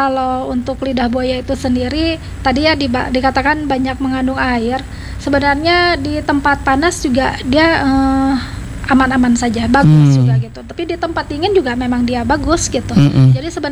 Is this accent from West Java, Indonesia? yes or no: yes; Sumedang, West Java, Indonesia